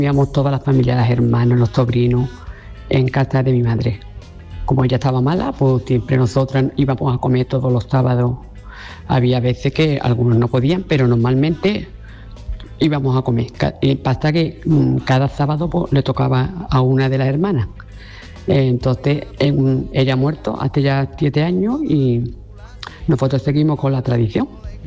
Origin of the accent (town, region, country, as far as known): Ronda, Andalusia, Spain